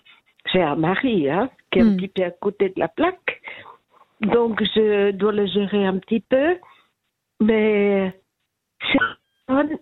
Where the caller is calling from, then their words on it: Vaud, Switzerland; ça fait 40 ans que je vis à Puy, tout le monde me connaît.